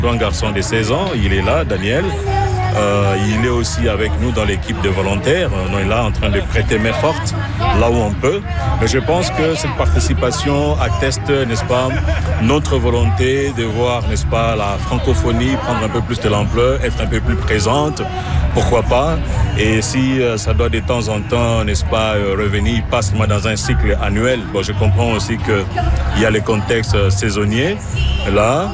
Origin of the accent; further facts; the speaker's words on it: Kinshasa, DR Congo; now in Sudbury, Canada; Oui, je suis du Congo, Kinshasa.